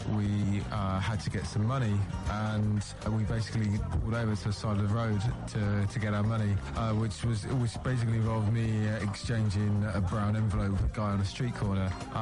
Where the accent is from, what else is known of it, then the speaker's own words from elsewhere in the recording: London, United Kingdom; I'm from London, UK. I am a documentary photographer.